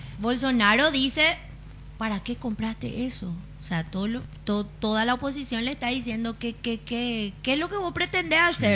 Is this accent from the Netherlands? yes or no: no; Paraguay; No le gusta que nosotros como paraguayos, epión de... inútil, quédate nomás ahí donde está.